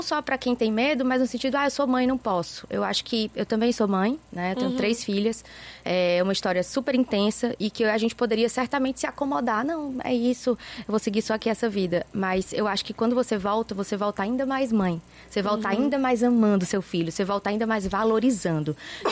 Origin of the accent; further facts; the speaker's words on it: Brazil; saber que a gente é brasileira